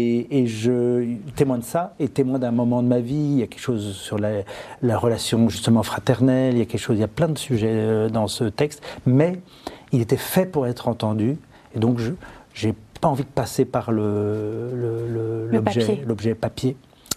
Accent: Paris, Île-de-France, France; born there; Mais je suis né à Paris et ça se passait à Paris.

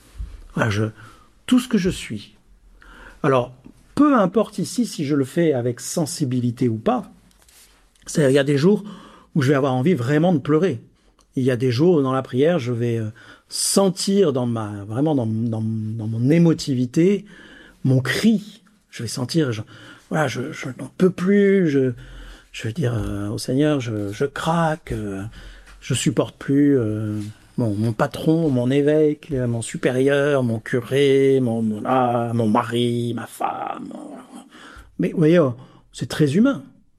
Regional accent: Marseille, Provence-Alpes-Côte d'Azur, France; J'ai grandi à Marseille

